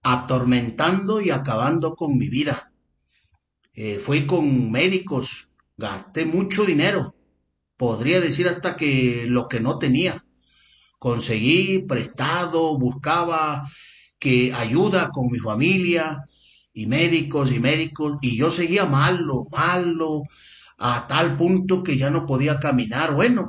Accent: San Nicolás de los Garza, Nuevo León, Mexico; de San Nicolás de las Garzas de Nuevo León

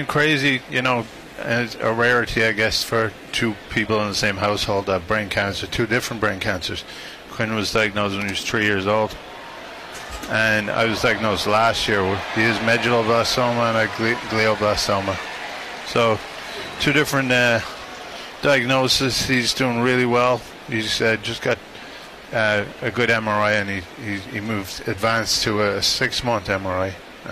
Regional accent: County Meath, Ireland; now in Weymouth, Massachusetts, United States; I'm just from County Meath, just outside Dublin.

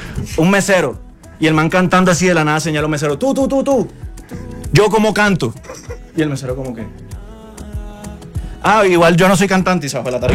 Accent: Caribbean Region, Colombia; la diferencia entre tú y yo es que tú eres un cachaco con pipí y yo soy un costeño con mondad.

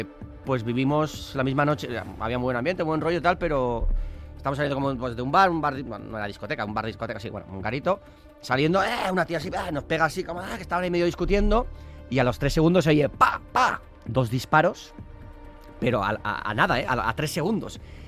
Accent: San Sebastián, Basque Country, Spain

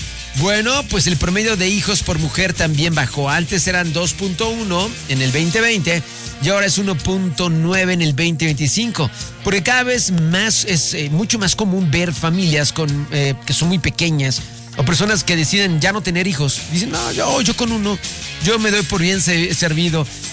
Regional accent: Mexico

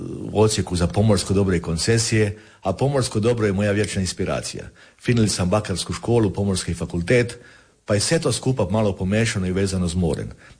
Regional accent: Kostrena, Primorje-Gorski Kotar County, Croatia; Ja sam rođen i živjel v Kostrene i sad živim, ali v jednoj drugoj. V finoj Kostrene, kaj je danas Sveta Barbara. To je Kostrene kada je sad Ina i moje rodno selo je tako reći zrušeno, 50 kuće zrušeno kada je tamo se Ina širila

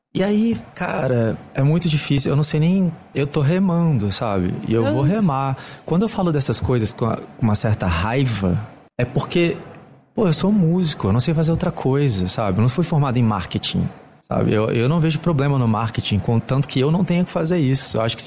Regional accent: Brazil

